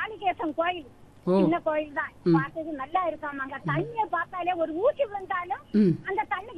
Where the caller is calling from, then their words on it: Kanyakumari district, Tamil Nadu, India; நம்ம கன்னியாகுமரி மாவட்டத்தில் உள்ள மாத்தூர் தொட்டிப்பாளையம், திப்பருப்பருவி, இதையெல்லாம் எனக்கு ஏற்றவும் பிடிச்ச இடங்கள்.